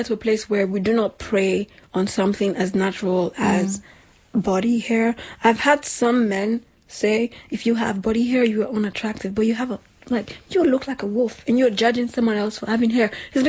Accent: Nigeria; born or raised there; English is a second language; now in Europe

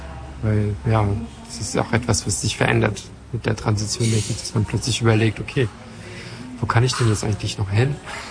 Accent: France; German is a second language; now in Germany; ich war halt letzten Monat in Frankreich, in Urlaub bei meinen Eltern, weil ich komme ja aus Frankreich ursprünglich.

